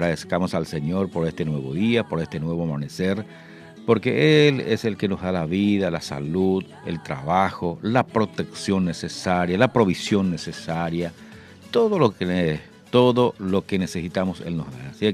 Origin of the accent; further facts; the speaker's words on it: Villeta, Central, Paraguay; Mi ciudad natal, Villeta